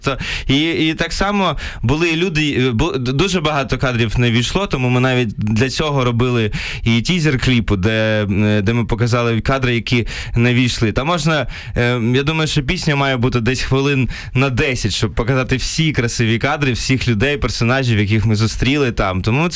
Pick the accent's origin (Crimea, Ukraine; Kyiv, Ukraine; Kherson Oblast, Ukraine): Kyiv, Ukraine; Я в Києві народився, у мене багато хто в третьому поколінні з Києва, тому мені складно казати, що щось я закохався, тому що це просто, це завжди те місто, це мій рідний дім.